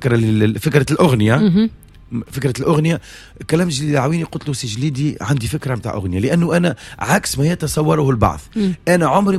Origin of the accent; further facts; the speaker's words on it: Tunisia; بلادي تونس